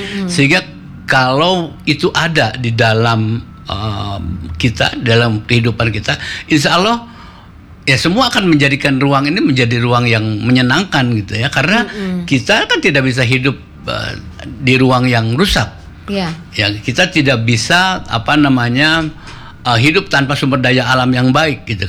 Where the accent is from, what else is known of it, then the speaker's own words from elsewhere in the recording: Cimahi, West Java, Indonesia; Saya dari Cimahi.